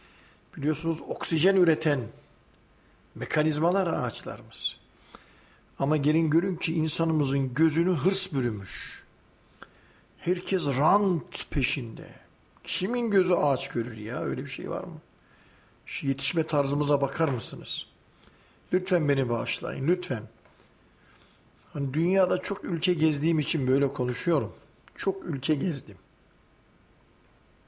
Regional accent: Eastern Anatolia, Turkey; now in Ankara, Turkey; 110 kilometre ileride benim ilçem.

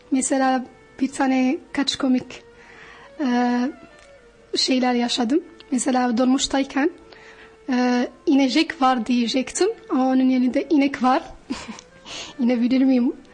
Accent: Mauritania; Turkish is a second language; now in Turkey; Aslen Moritanyalıyım ama birkaç yıldır Türkiye'de yaşıyorum.

